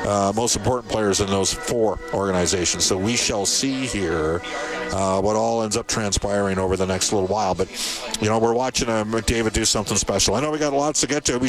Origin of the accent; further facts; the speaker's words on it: Edmonton, Alberta, Canada; So I'm from Edmonton.